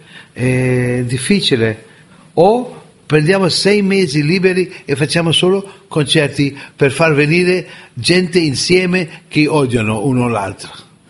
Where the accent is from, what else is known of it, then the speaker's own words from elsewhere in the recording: India; Italian is a second language; moved away; io, come indiano in Pakistan, sono sicuramente benvenuto da parte loro